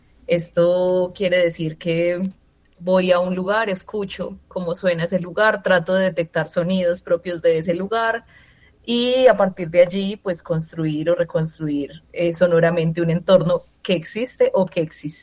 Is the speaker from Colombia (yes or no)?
yes; Pereira, Risaralda, Colombia; now in Manizales, Colombia; yo soy pereirana, mi familia vivía en Pereira, es como mi núcleo central